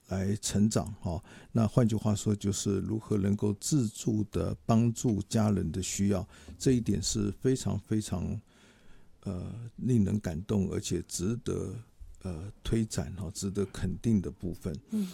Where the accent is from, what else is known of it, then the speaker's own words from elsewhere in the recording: Taiwan; 我这个从小在台湾出生长大的小孩啊，今年活到74了，